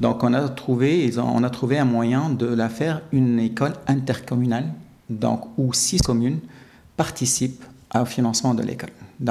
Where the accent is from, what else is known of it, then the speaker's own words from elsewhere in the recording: Canada; je suis Canadien d'origine tunisienne.